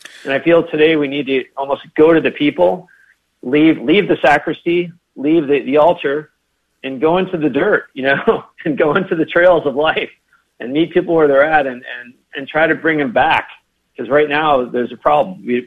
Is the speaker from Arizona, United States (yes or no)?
no; Michigan, United States; now in Maryland, United States; I'm from Michigan. I'm from the Midwest.